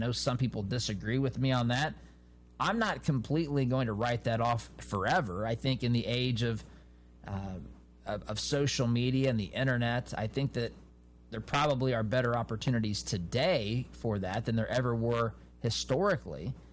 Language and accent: English; Indiana, United States; I'm from Indiana